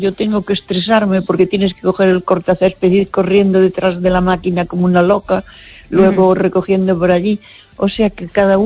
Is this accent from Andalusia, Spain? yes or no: no; Baiona, Galicia, Spain